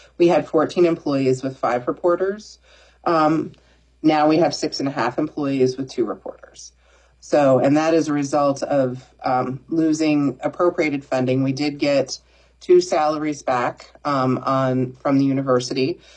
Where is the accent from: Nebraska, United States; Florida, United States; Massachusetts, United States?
Nebraska, United States; I'm from Nebraska, and Nebraska has a statewide network.